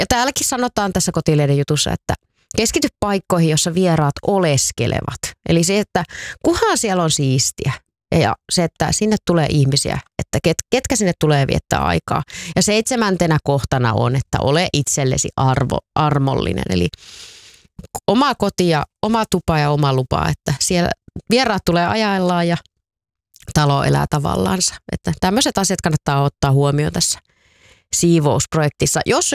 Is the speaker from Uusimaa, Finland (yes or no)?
no; Tampere, Pirkanmaa, Finland; Aikanaan kun lähdin aina kesäksi sitten jonnekin kesätoimittajaksi jonnekin pois kotikaupungistani Tampereelta